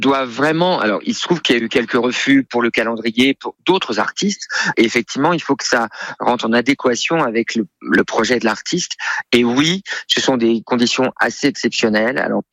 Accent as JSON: {"language": "French", "country": "Portugal", "said": "Je suis portugais."}